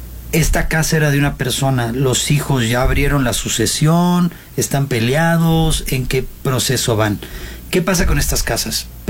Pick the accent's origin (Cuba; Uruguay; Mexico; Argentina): Mexico; como buenos mexicanos, dejamos todo al final